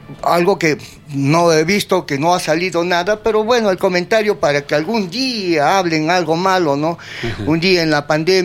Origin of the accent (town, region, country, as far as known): Arequipa, Peru